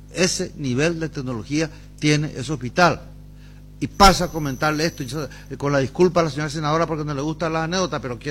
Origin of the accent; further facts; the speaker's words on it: Paraguay; me sentí orgulloso como paraguayo, porque yo soy del interior